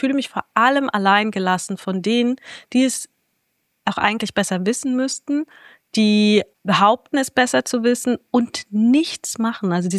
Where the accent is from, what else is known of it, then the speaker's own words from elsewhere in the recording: Wernigerode, Saxony-Anhalt, Germany; moved away; Ich bin auch aus Wernigerode, was gleich neben Halberstadt liegt, gegangen, weil es einfach zu krass war, was ich dort erlebt habe hinsichtlich rechter Gewalt.